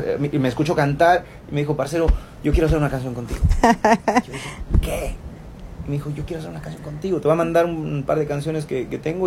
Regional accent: Ecuador

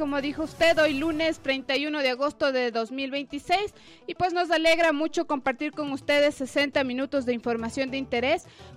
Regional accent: Imbabura, Ecuador; soy de allá de Imbabura.

